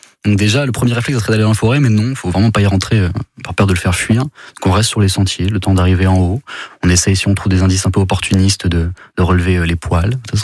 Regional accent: Roubaix, Hauts-de-France, France; Ici, j'ai grandi à Roubaix, à M. On est loin de ce relief-là.

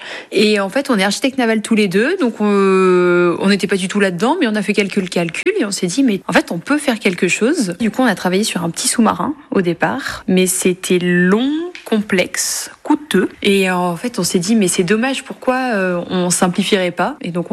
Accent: the Alps, France; now in Crozon, France; je suis originaire des Alpes.

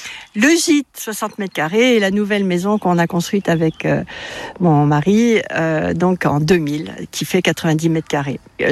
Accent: Paris, Île-de-France, France; moved away as an adult; quand j'étais petite, j'habitais à Paris

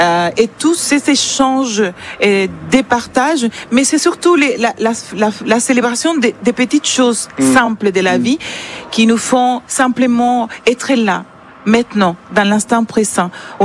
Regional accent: Santiago de Cuba, Cuba; moved away; ma ville s'appelle Santiago de Cuba. Je viens de Santiago de Cuba et on est vraiment à côté de Puerto Rico, Jamaïque, et Haïti et Saint-Domingue.

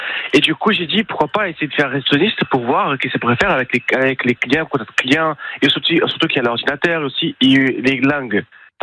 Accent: Brazil; now in France; c'est parce qu'on est venu du Brésil. Et aujourd'hui, en fait, je vis dans un pays merveilleux comme la France

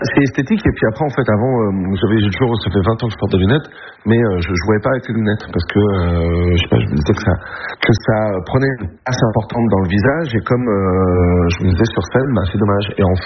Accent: Brittany, France; now in Paris, France; Moi, je suis breton

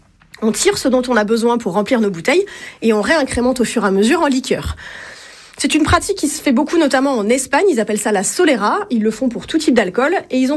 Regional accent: Île-de-France, France; L'Île-de-France.

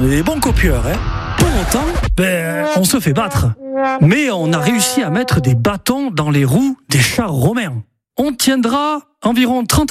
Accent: Nouvelle-Aquitaine, France; parce qu'en Béarn, moi je viens de Haut-Laurent et de Josbach

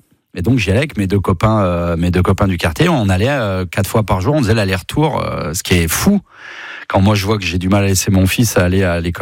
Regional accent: Auvergne-Rhône-Alpes, France; also born or lived in Valence; Et donc, je suis né à Valence, mais on m'a vite ramené en Ardèche, de l'autre côté du Rhône.

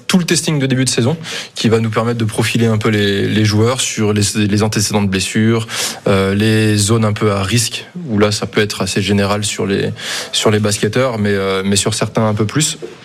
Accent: Lyon, Auvergne-Rhône-Alpes, France; Au début, moi j'ai tout fait à Lyon, j'ai commencé à bosser à Lyon, je suis lyonnais de base.

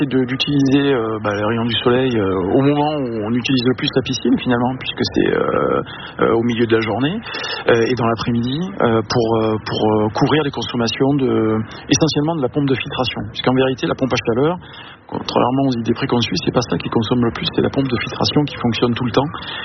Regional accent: south of France, France; now in North of France; Eh oui, absolument. Ah ouais, je suis du Sud.

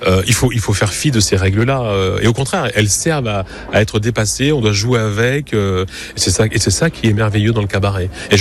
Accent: Lyon, Auvergne-Rhône-Alpes, France; now in Reims, France; Oui bonjour, effectivement moi je viens de Lyon. Ce qui a fait que je suis ici à Reims

